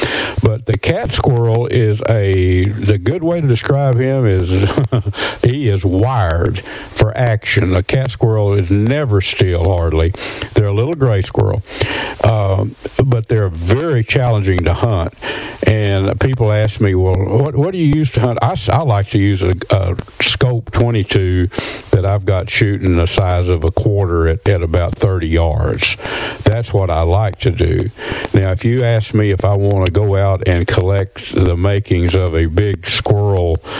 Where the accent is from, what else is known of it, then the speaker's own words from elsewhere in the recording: Red River County, Texas, United States; When I grew up in East Texas, I grew up in Northeast Texas, up in Red River County, which is very rural still, and it's up on the Red River up that way, northeastern part of the state.